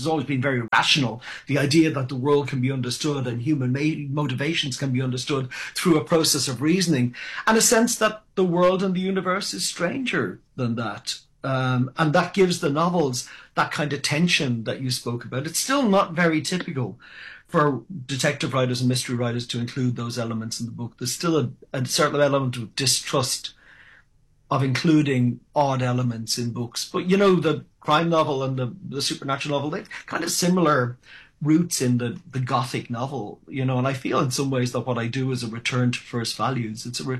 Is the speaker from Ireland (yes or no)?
yes; Ireland; as a young man growing up in Ireland in the 1980s and 1990s, the very last thing I wanted to engage with was those things. And yet, wherever you go, you take your background with you. And my background is Catholic.